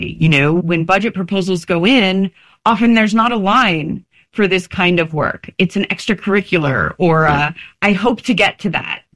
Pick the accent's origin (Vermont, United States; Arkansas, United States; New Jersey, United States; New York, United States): New Jersey, United States; as they used to say, where I grew up in New Jersey, we know where the bodies are buried.